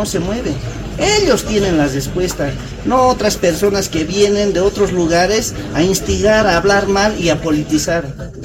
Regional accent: Viacha, La Paz, Bolivia; no como viacheños, como bolivianos

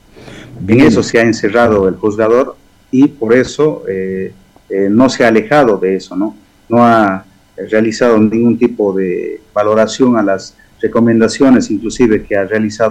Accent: Bolivia

